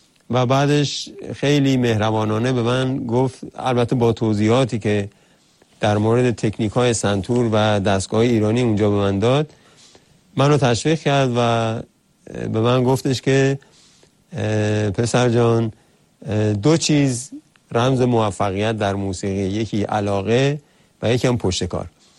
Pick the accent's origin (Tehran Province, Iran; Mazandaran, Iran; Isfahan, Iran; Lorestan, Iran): Lorestan, Iran; Khorramabad; به شهر زادگاه من خرم‌آباد